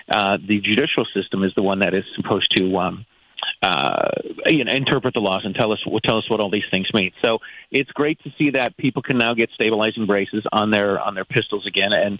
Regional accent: Midwest, United States; now in Massachusetts, United States; I grew up in the Midwest

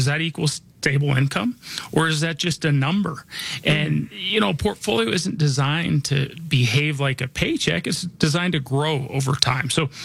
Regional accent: Denver, Colorado, United States; I was born and raised here in Denver.

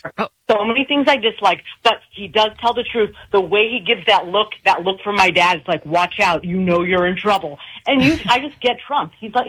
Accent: Michigan, United States; born there; also born or lived in Florida; No, I was born in Michigan and then reestablished down in Florida, but I'm first generation born here in America.

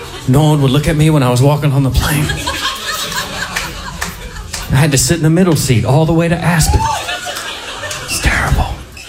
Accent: Canada; I would just like to say that I am so Canadian.

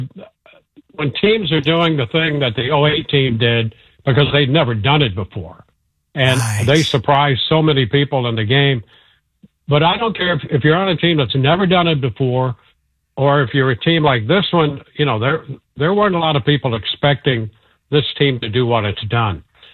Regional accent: St. Louis, Missouri, United States; I grew up in St. Louis.

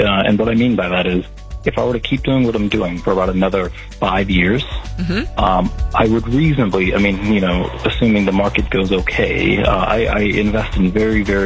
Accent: Florida, United States; I'm from Florida, and we make crap money there, and we get paid a whole lot more here on the West Coast. That's one of the reasons I came out here.

